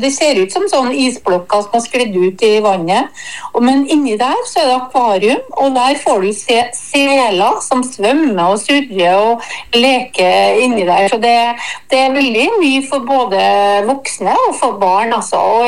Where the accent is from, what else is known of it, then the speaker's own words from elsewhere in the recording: Trøndelag, Norway; du vet jeg er trønder.